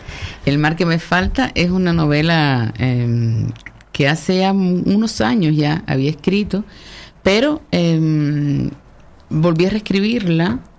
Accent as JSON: {"language": "Spanish", "country": "Cuba", "tie": "born or raised there", "moved": "as an adult", "said": "estos 5 años que hace ya que no vivo en mi país, Cuba."}